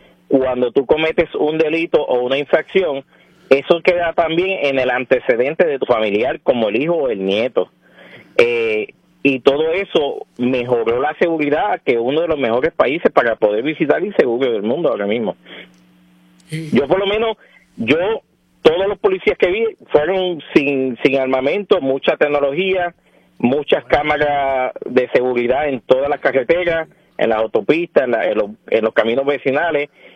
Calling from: Puerto Rico; Yo soy un puertorriqueño que defiende nuestra nacionalidad, nuestra puertorriqueñidad y nuestro territorio

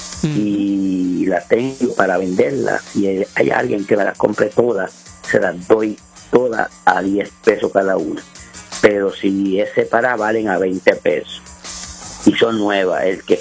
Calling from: Isabela, Puerto Rico; Sí, de Isabela también.

